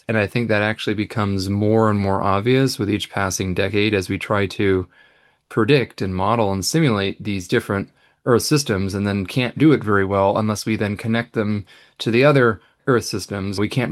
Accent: San Francisco, California, United States; I grew up in Northern California, first in San Francisco, and then up a little bit north on the other side of the Golden Gate Bridge. I grew up in and around the ocean and ocean-connected bodies of water sailing on San Francisco Bay

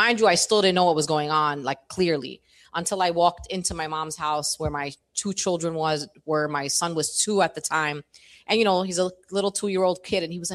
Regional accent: New York City, New York, United States; Like, I'm a New Yorker, and my city was just targeted with a terrorist attack.

